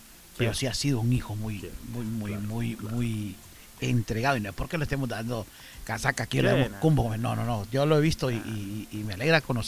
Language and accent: Spanish; Tegucigalpa, Francisco Morazán, Honduras; los que estamos tierra adentro somos nosotros, los de Tegucigalpa.